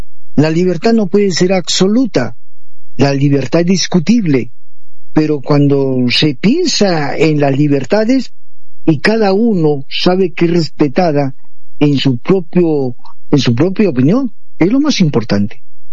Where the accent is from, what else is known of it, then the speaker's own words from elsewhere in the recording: Peru; todos somos peruanos.